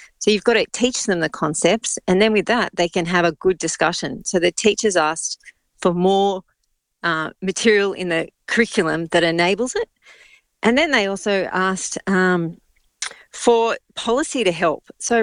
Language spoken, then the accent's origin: English; Australia